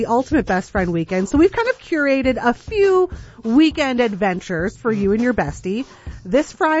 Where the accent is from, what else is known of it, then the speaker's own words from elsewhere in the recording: Elora, Ontario, Canada; moved away; It just so happens to be my hometown.